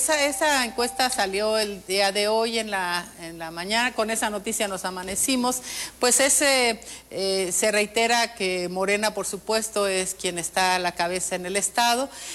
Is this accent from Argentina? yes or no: no; Michoacán, Mexico; le dedico a las mujeres de mi tierra, a las mujeres de la Tierra Caliente y la Sierra Costa de Michoacán